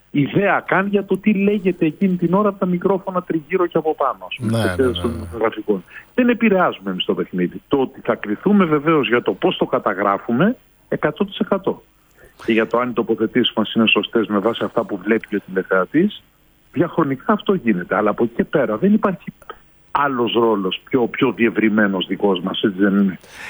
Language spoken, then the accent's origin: Greek; Greece; ως Έλληνες θα θέλαμε πάρα πολύ να ζει και η ομάδα μας εδώ μέσα